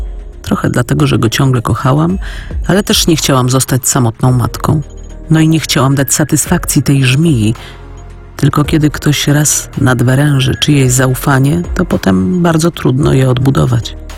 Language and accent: Polish; Lublin, Lublin Voivodeship, Poland; A że ja pochodzę z Lublina, moi rodzice tu mieszkają, mam znajomych, dobrze się tu czuję